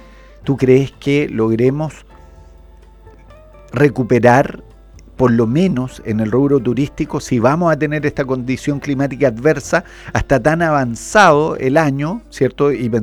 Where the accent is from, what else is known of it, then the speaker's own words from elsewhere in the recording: Chile; nosotros, como buenos chilenos, ¿cierto?, estamos prefiriendo el hacer turismo al interior de nuestro país